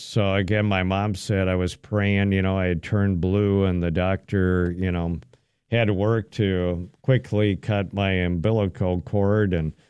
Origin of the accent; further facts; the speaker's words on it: Minneapolis, Minnesota, United States; born there; So I was born in Minneapolis, Abbott Northwestern.